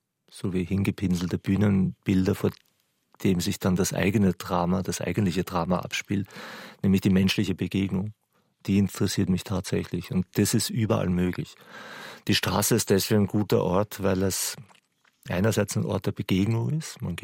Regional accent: Vienna, Austria; moved away as an adult; now in Berlin, Germany; Das ist schon immer noch oder gerade jetzt wieder ein sehr, sehr hartes Pflaster. Und da bin ich aufgewachsen und groß geworden. Und irgendwie zieht es mich da immer noch hin.

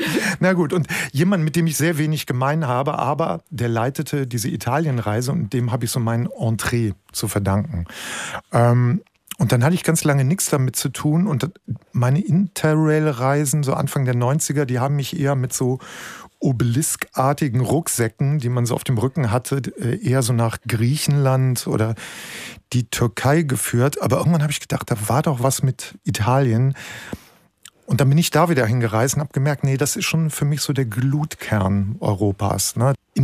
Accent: Bergisch Gladbach, North Rhine-Westphalia, Germany; Ich komme aus Bergisch Gladbach. Meine Eltern hatten nicht so wahnsinnig viel Geld, SPD-Mitglieder.

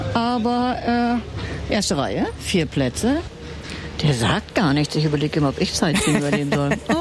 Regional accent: Hamburg, Germany; Als Hamburgerin

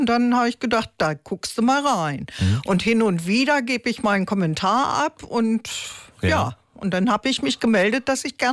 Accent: Berlin, Germany; born there; also born or lived in Harsum; now in Stade, Germany; Nein, das ist nicht meine Heimat. Ich bin aus Berlin gebürtig und bin 35 Jahre im Hildesheimer Raum in Harsum gewesen.

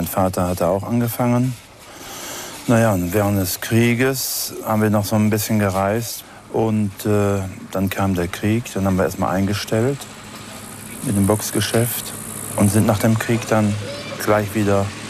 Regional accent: Thuringia, Germany; born there; Ich bin in Geusenthüringen geboren, in einem Wohnwagen, wie es so üblich war früher bei den Schaustellern.

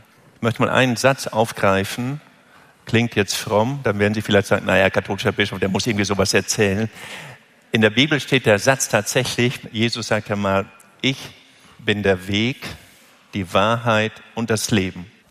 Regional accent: Lower Saxony, Germany; Ich bin auf dem Bauernhof geboren. Emsland, Nordwestdeutschland, in der Nähe zum Münsterland.

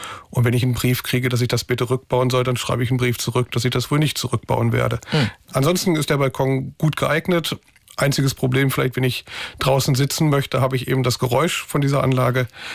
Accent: Germany; weil Autofahren können wir als Deutsche alle ganz gut.

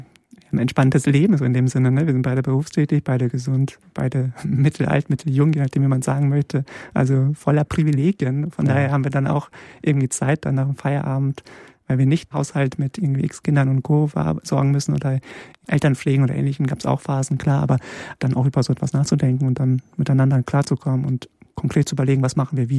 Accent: Poland; Ich komme ja aus Polen, da ist man, glaube ich, katholisch mit Default-Einstellung.

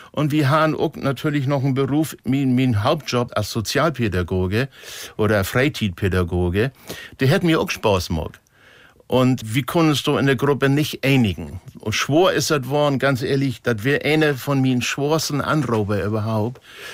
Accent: Klein Nordende, Schleswig-Holstein, Germany; Das ist bei uns in Dörben, Klein Nordende, liegt wie ein Zorn, 30

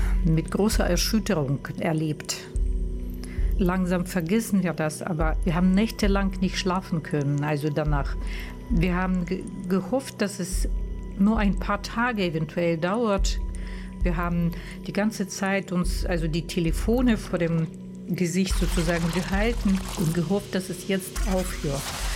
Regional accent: Russia; German is a second language; now in Germany; Ich fühle mich schuldig für dieses Krieg, weil ich Russin bin. Aber lange Jahre in Deutschland, also geben mir recht, mich nicht als Russin mehr zu empfinden. Also ich bin auch keine Russin, ich habe nur deutschen Pass.

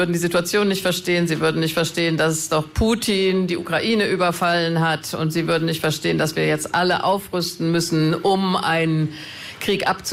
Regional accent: Germany; ich bin Deutsche.

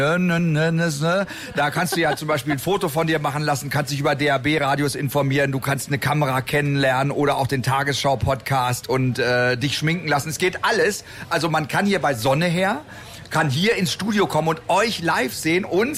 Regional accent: Hanover, Lower Saxony, Germany; Ich als Hannoveraner muss sagen, es ist wirklich toll hier.

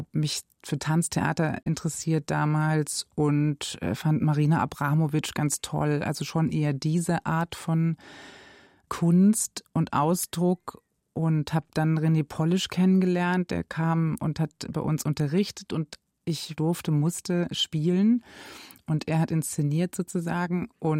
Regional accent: Eckernförde, Schleswig-Holstein, Germany; moved away; also born or lived in Offenburg, Baden-Württemberg / Kiel; Ich bin geboren in Baden-Württemberg in Offenburg und habe da aber nicht so eine lange Zeit verbracht und bin dann, prägend war für mich die Zeit in Schleswig-Holstein, in Eckernförde. Bin ich zur Schule gegangen und habe Abitur gemacht und war nach dem Abi noch eine Zeit lang dort und dann war ich ein bisschen in Kiel

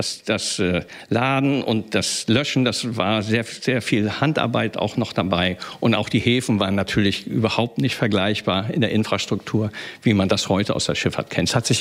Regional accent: Rostock, Mecklenburg-Vorpommern, Germany; ich bin ein Rostocker Jung, hier aufgewachsen

